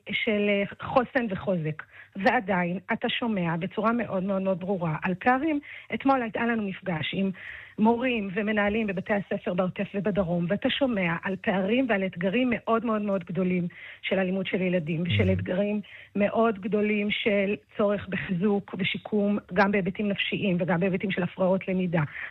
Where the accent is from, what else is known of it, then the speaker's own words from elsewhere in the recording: Ramla, Central District, Israel; now in Mazkeret Batya, Israel; אני נולדתי וגדלתי ברמלה.